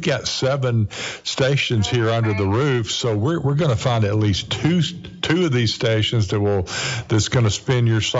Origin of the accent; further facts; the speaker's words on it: Alabama, United States; I grew up here in Alabama